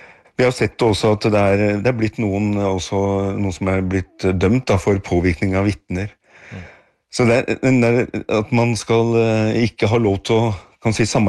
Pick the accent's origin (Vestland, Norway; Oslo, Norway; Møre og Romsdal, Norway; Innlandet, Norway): Oslo, Norway; born or raised there